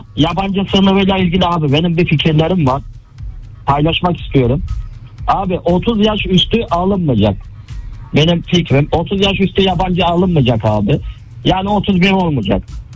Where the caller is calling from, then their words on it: Istanbul, Turkey; Ben İstanbul'dan